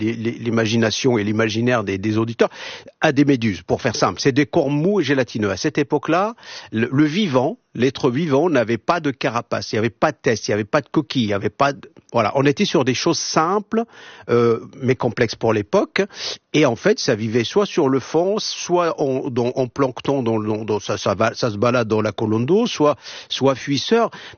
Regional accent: Marrakesh, Marrakesh-Safi, Morocco; born there; moved away; also born or lived in Lille; J'ai fait mes études à Lille, bien entendu, et je suis né à Marrakech

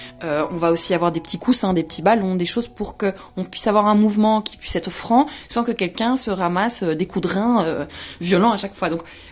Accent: Brussels, Brussels-Capital Region, Belgium; parce que je suis bruxelloise

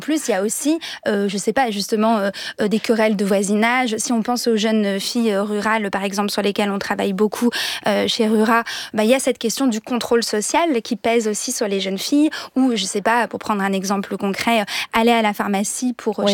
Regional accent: Auvergne-Rhône-Alpes, France; Et moi, c'était un peu ce que je ressentais dans l'Allier, c'est-à-dire effectivement les haies du bocage bourbonnais

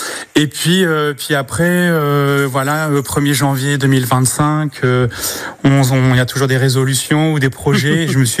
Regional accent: Normandy, France; et en même temps faire découvrir ma région, parce qu'en fait moi je suis normand

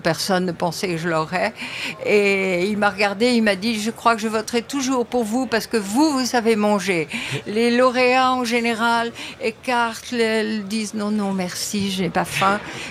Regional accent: Toulouse, Occitanie, France; Oui, oui, je suis Toulousain aussi.

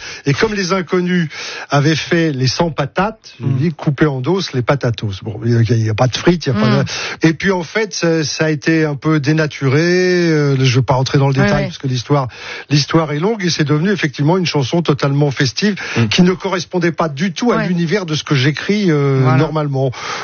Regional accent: Paris, Île-de-France, France; Oh, moi, je suis un parigot. Je suis un parigot.

